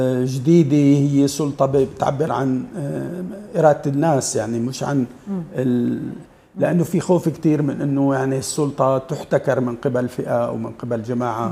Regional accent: Syria; نحن ما لنا كسوريين بقصد، ما لنا عايشين بالفراغ

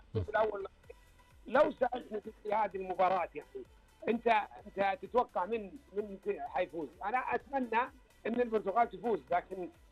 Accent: Saudi Arabia

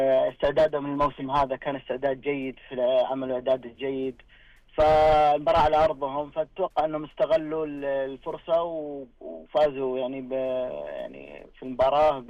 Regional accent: Saudi Arabia; إحنا نعاني منها كمدربين سعوديين

